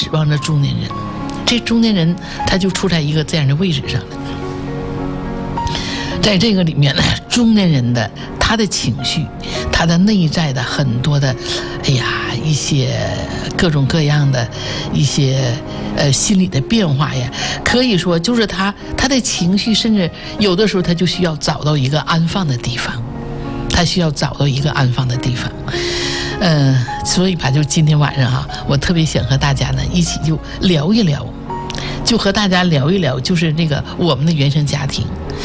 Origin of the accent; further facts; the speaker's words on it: Jinzhou, Liaoning, China; 我生在锦州，长在锦州。